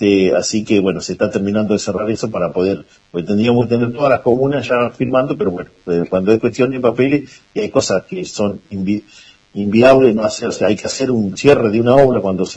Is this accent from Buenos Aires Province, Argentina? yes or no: no; Paso del Sapo, Chubut, Argentina; moved away as an adult; now in Rawson, Argentina; yo soy oriundo de Paso del Sapo, me toca estar con un cargo a nivel provincial como subsecretario de Asuntos Municipales. Paso del Sapo está al sudeste de la provincia, hacia el límite del paralelo 42, más cerca de Ingeniero Yacobasi